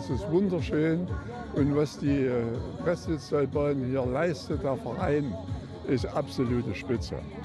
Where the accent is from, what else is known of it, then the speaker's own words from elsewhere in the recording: Jöhstadt, Saxony, Germany; now in Marienbad; Ich bin ein Jöhstädter, gebürtiger Jöhstädter, wohne aber in Marienbad.